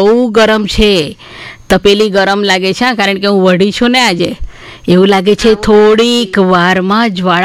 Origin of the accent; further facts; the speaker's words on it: Gujarat, India; અરે ભાઈ હું ગુજરાતી છું, સીધે સીધી વાત ન કરું